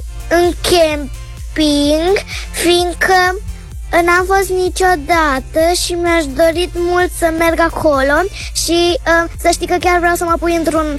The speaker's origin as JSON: {"language": "Romanian", "town": "Bacău", "region": "Bacău County", "country": "Romania", "said": "din Bacău, am 6 ani jumate"}